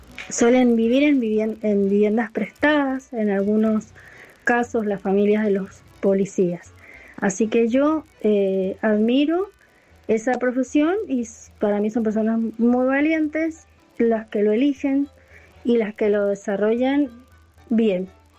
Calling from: Godoy Cruz, Mendoza, Argentina; de Godecruz, Mendoza.

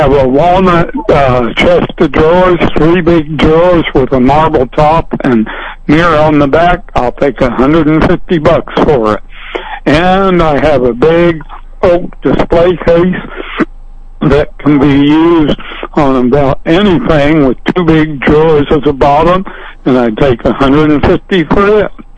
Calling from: Norborne, Missouri, United States

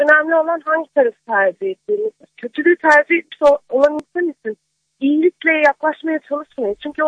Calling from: Konya, Turkey; Konya'dan arıyorum sizi.

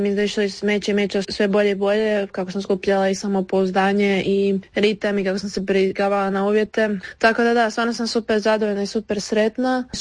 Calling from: Paris, Île-de-France, France; javljam se iz Pariza.

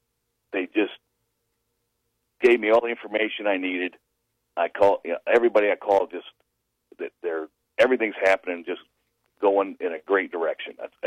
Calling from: Columbiana, Ohio, United States; Hey, I'm reporting in, well, I'm reporting in from Columbiana.

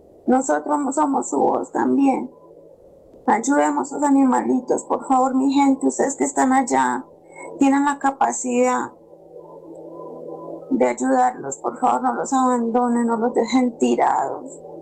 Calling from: Copacabana, Antioquia, Colombia; de Copacabana, Antioquia.

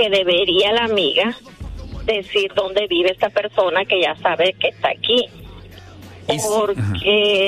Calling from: Phoenix, Arizona, United States; De aquí, de Phoenix, Arizona.

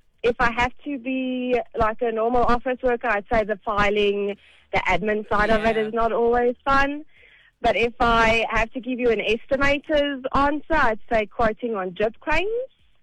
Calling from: Benoni, Gauteng, South Africa; But I'm calling from Benoni in Joburg.

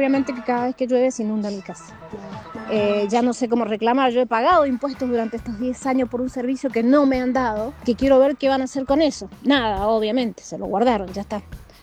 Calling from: Rodeo de la Cruz, Mendoza, Argentina; Acá del Pidio González, en Rodeo de la Cruz, a metros de El Pidio y Arturo.

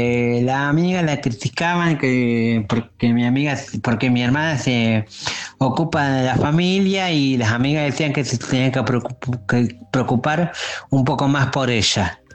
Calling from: Pergamino, Buenos Aires Province, Argentina; de Pergamino

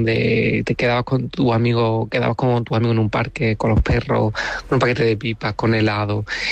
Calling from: France; Eso, verdad, que ya no lo he vuelto a vivir aquí en Francia. Un abrazo … de Francia

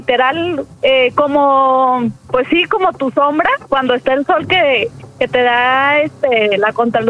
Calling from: Guadalajara, Jalisco, Mexico; De Guadalajara.

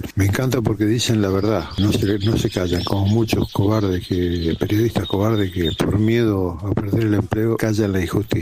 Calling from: Rosario, Santa Fe, Argentina; de Rosario

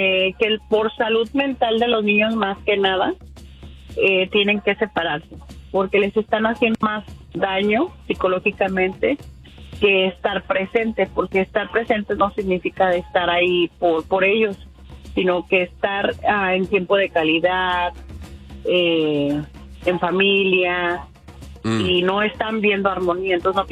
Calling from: Phoenix, Arizona, United States; De Phoenix, Arizona

